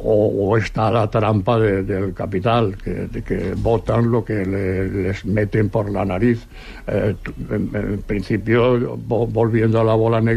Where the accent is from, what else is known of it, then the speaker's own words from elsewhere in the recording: Seville, Andalusia, Spain; now in Barcelona, Spain; cuando vinimos de Sevilla